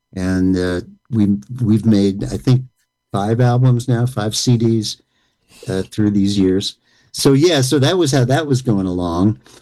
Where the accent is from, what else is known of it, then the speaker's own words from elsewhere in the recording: Queens, New York, United States; also born or lived in Los Angeles, United States; Then I inherited the house I grew up in Queens, moved my family out of L.A. back to New York, started kicking around in New York.